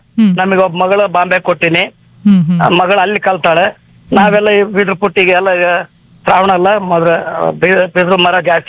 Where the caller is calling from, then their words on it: Davangere, Karnataka, India; ದಾವಣಗೆರೆಯಿಂದ ಮಾತಾಡ್ತಾ ಇರೋದು.